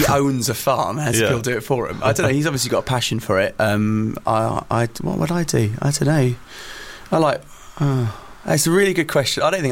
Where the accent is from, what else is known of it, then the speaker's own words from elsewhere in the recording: England, United Kingdom; now in Bungay, United Kingdom; I think I'm English.